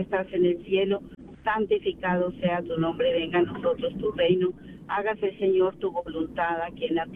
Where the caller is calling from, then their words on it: Riverside, California, United States; te llamo de Riverside.